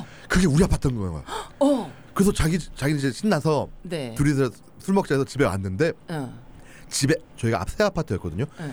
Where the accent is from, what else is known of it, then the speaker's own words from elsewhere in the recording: South Korea; 나는 한국 사람인 것만 기억해줘.